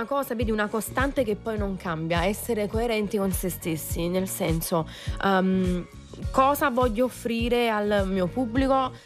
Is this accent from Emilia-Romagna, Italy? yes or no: no; Naples, Campania, Italy